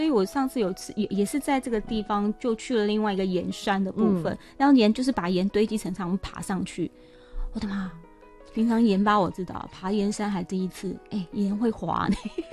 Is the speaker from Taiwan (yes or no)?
yes; Taiwan; born there; 我自己是眷村长大的